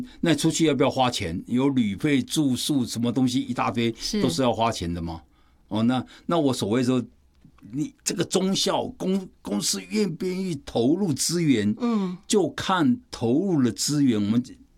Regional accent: China; 我们中国人常常讲的一句话，说“谋事在人，成事在天”嘛。

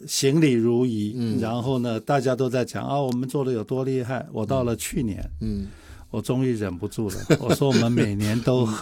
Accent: Taiwan

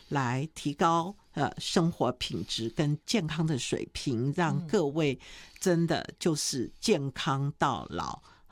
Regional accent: Qingshui, Taichung, Taiwan; born there; 我的父母亲是1949从大陆到台湾清水一个空军眷村。那我是1950年出生，我下面七个弟弟妹妹

